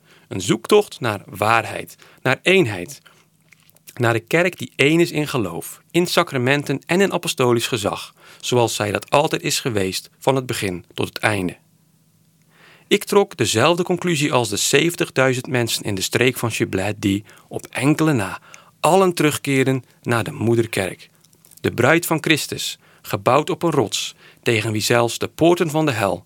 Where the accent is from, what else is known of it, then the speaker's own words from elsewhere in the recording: Sint-Annaland, Zeeland, Netherlands; also born or lived in Rotterdam; now in Goeree-Overflakkee, Netherlands; Oorspronkelijk kom ik uit Zeeland, Sint-Annelands, dorpje op het eiland Tholen. Dat ligt tegen Brabant aan. Berg op Zoom was voor ons de dichtstbijzijnde stad.